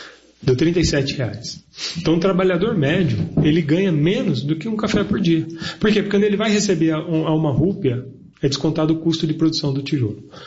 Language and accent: Portuguese; Brazil